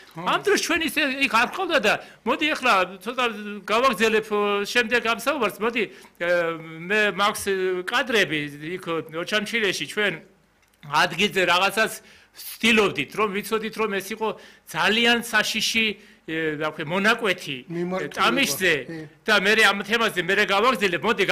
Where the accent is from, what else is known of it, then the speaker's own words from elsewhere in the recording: Western Georgia, Georgia; იმიტომ რომ მე თვითონ დასავლეთიდან ვარ